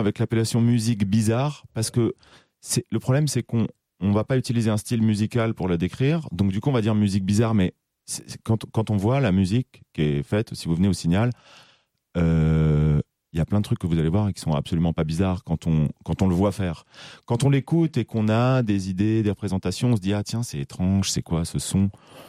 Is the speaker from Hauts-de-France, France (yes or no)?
no; Auvergne-Rhône-Alpes, France; moved away as an adult; also born or lived in Paris; Moi, je me souviens, je suis venu quand j'avais 20 ans. J'ai grandi en Haute-Savoie et j'ai habité à Paris pendant très longtemps, mais je suis venu quand j'avais 20 ans dans la Drôme